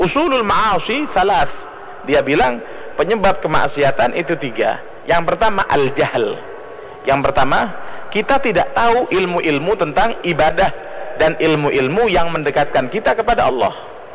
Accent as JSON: {"language": "Indonesian", "country": "Indonesia"}